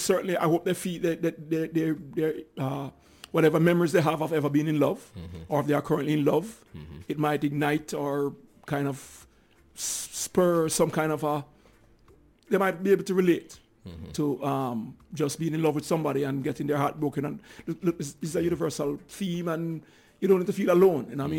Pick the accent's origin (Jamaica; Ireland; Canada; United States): Jamaica; I grew up in Jamaica, of course.